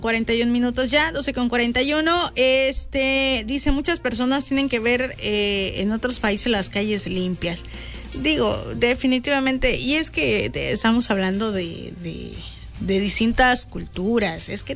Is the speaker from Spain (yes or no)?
no; Mexico